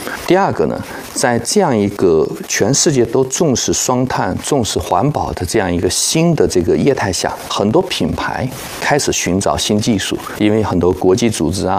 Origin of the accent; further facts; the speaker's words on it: China; 我们中国人